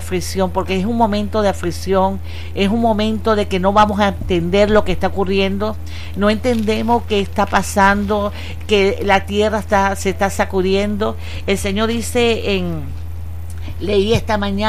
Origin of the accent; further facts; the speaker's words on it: Venezuela; Para podernos levantarnos como venezolanos, para levantarnos porque somos hermanos.